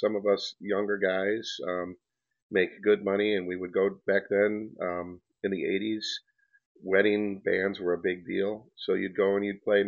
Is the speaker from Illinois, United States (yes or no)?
yes; Marseilles, Illinois, United States; also born or lived in Kansas City; now in Ottawa, United States; Well, I grew up in Marseilles, went to Marseilles High School, back when Marseilles had a high school. And, you know, pretty much I've always had ties to Marseilles, no matter where I've lived.